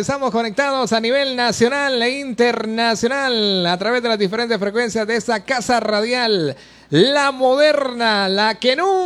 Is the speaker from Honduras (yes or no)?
yes; Santa Cruz, Honduras; moved away; allá en mi pueblo o en mi querido lugar, Santa Cruz